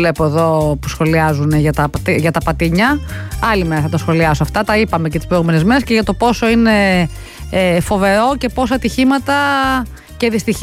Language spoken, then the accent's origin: Greek; Peloponnese, Greece; also born or lived in Ilia; εμείς είμαστε από την Πελοπόννησο, όπως ξέρετε, κατά το ίμιση από την πανέμορφη Ηλία